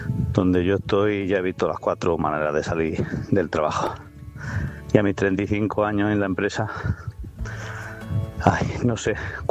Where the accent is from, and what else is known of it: Jaén, Andalusia, Spain